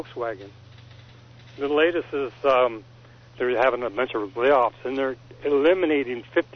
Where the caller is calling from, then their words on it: Royal Oaks, California, United States; in Royal Oaks.